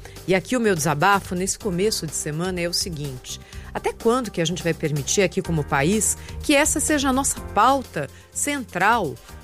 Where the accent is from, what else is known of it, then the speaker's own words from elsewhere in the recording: Brazil; A gente aqui como brasileiro